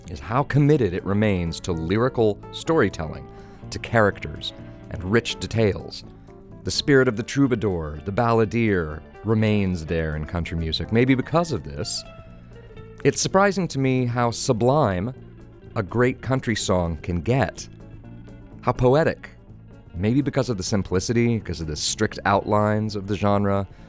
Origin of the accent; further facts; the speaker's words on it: Oklahoma, United States; moved away; I grew up in Oklahoma. I was there throughout the 80s and the 90s